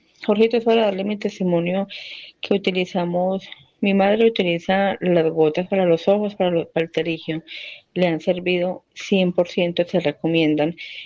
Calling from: Medellín, Antioquia, Colombia; de Medellín.

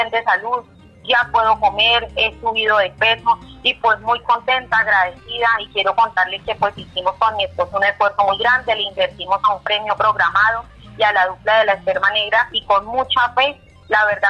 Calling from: Puerto Triunfo, Antioquia, Colombia; Desde acá, desde Puerto Triunfo, Antioquia.

